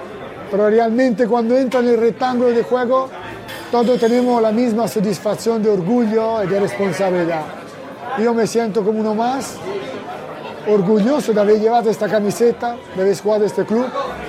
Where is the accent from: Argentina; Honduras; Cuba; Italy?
Italy; Spanish is a second language; y mira que soy italiano, que creo que me he sentido más valenciano que muchos de aquí.